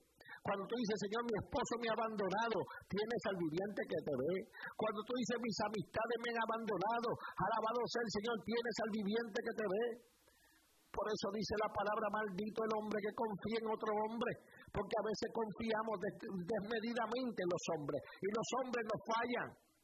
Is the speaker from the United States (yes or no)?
yes; Texas, United States; Mire, yo vengo de Texas